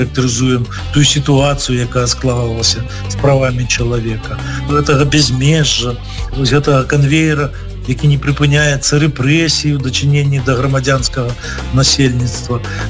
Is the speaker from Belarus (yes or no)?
yes; Belarus; Тем не менее, Беларусь не ратифицировала Европейской конвенции по правам человека. И, безусловно, мы, белорусы, не могли супроть своей державы подавать ненавито скарги у Европейский суд.